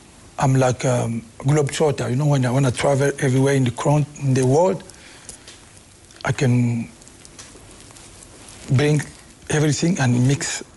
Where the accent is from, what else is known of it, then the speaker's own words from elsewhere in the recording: Kinshasa, DR Congo; English is a second language; moved away as an adult; now in France; Because I grew up in Kinshasa, mm-hmm. and I go to the Paris. When I was, used to be a little bit, 19, 20.